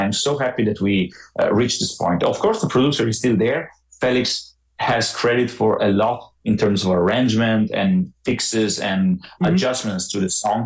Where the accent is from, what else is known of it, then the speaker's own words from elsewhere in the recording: Italy; I'm from Italy